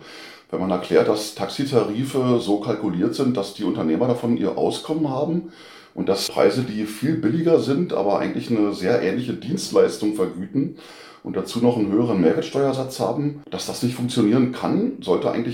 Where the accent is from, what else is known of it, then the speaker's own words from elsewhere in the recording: Berlin, Germany; born there; Ich bin auch in West-Berlin geboren